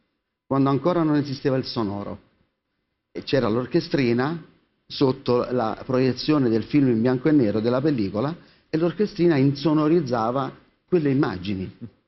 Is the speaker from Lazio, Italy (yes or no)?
no; Naples, Campania, Italy; io sono un uomo del sud, sono un napoletano